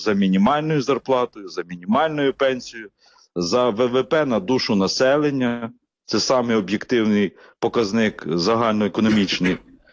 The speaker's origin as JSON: {"language": "Ukrainian", "town": "Kolomyia", "region": "Ivano-Frankivsk Oblast", "country": "Ukraine", "tie": "born or raised there", "said": "в Івано-Франківській області, в моїй рідній Коломиї"}